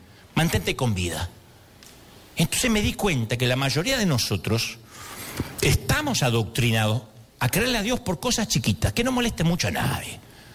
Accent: Argentina; yo estaba en Televisión Nacional en mi país, en Argentina

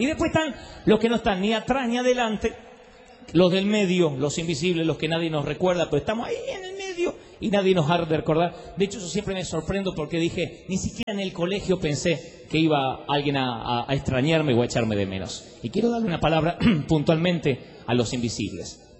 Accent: Argentina; born there; todos aquellos que nacimos en la Argentina de los 60, en la Argentina pobre, paupérrima

